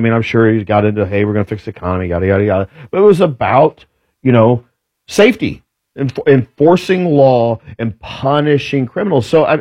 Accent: Indianapolis, Indiana, United States; I am an indie guy. I grew up in Indianapolis. I love the city of Indianapolis.

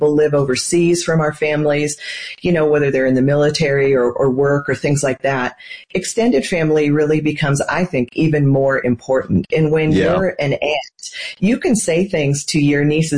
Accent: Nebraska, United States; now in Colorado Springs, United States; Well, I grew up in Nebraska

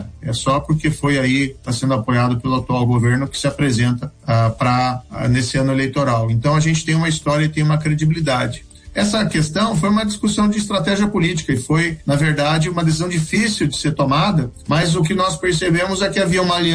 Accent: Maringá, Paraná, Brazil; os valores e os princípios que eu aprendi com eles lá na minha cidade de Maringá, eu carrego para a minha vida.

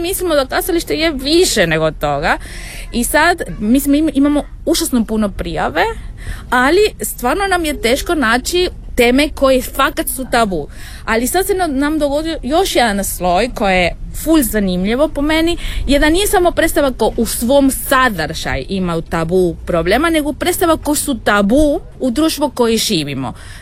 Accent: Serbia; dolazim iz Srbija

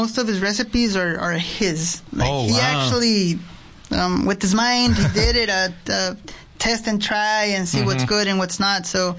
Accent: Ciudad Morelos, Baja California, Mexico; Actually, we're from a small town just crossing the border, close by Algodones.

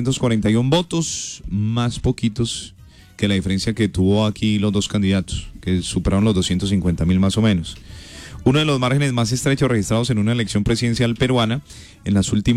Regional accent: Colombia; Lo que nos falta en Colombia

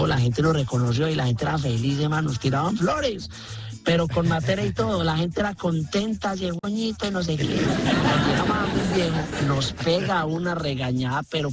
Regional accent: El Carmen de Viboral, Antioquia, Colombia; yo soy del Carmen, que es ahí al ladito.

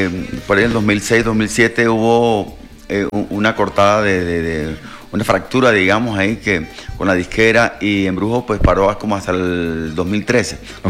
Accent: Valledupar, Cesar, Colombia; nosotros vivíamos en Valledupar, pues yo soy de Valledupar

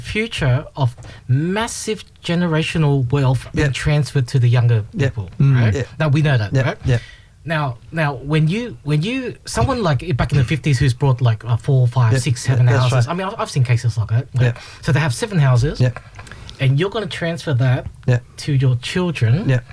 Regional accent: Australia; I'm Australian.

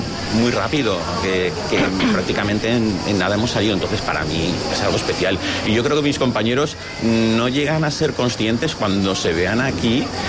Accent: Xàtiva, Valencian Community, Spain; yo soy el que soy de Xàtiva

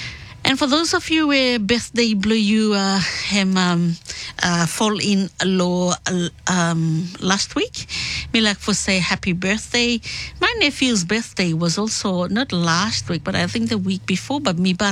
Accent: Rennell and Bellona, Solomon Islands; I might be from Reynold Bellona. I might be a Polynesian, but my passport stated that I am a Melanesian because me come from the Solomon Islands.

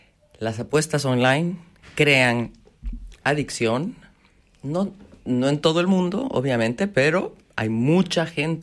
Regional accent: Bolivia; accent: Bolivian; now in Argentina; Yo hablo como bol soy boliviana, hablo como boliviana, pero vivo hace 29 años aquí, entonces me siento argentina

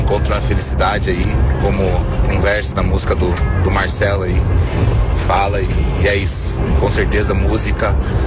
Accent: Ponta Grossa, Paraná, Brazil; sou aqui de Ponta Grossa, Paraná.

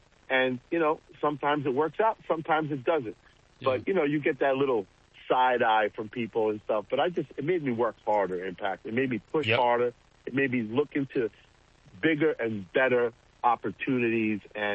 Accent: New York, United States; moved away as an adult; now in Florida, United States; I'm a New Yorker, you know, through and through.

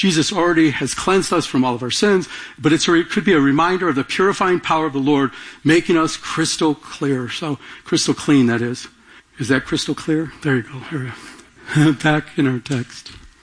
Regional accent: Michigan, United States; When I grew up in Michigan, we used to have this big long porch with an aluminum awning.

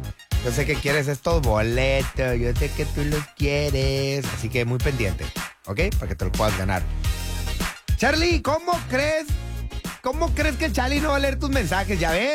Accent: Mexico; Y soy mexicano y me gusta cafeta.

